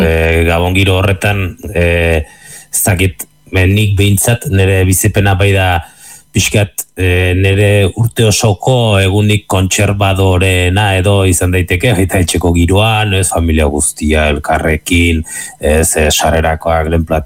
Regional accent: Basque Country, Spain; moved away; gure kasuan Goierri aldean ni nerabean intzenean

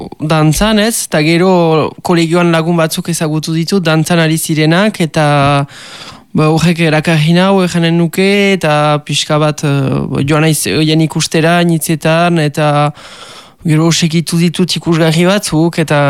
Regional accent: Urrugne, Nouvelle-Aquitaine, France; Ez, Urruñakoa naiz, eta Urruñan bizi beti, bai.

